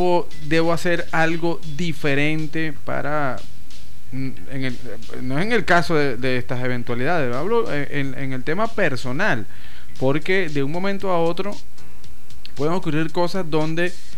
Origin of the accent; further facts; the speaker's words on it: Venezuela; nosotros como venezolanos